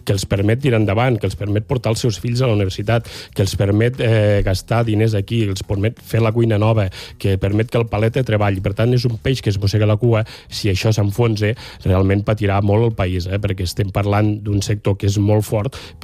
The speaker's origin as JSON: {"language": "Catalan", "town": "Balaguer", "region": "Catalonia", "country": "Spain", "said": "al meu poble, Balaguer"}